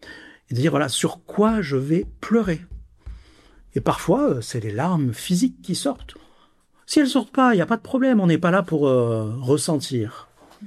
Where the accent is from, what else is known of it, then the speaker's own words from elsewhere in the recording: Marseille, Provence-Alpes-Côte d'Azur, France; J'ai grandi à Marseille